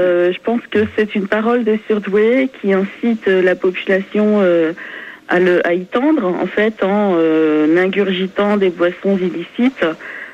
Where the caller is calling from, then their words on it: Douai, Hauts-de-France, France; je suis sur Douai.